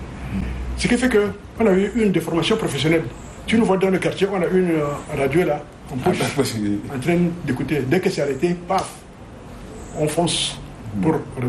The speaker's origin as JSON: {"language": "French", "country": "Romania", "moved": "as an adult", "said": "je lui ai dit que voilà, je suis étudiant, je viens de la Roumanie, j'ai mon diplôme, je suis un ingénieur"}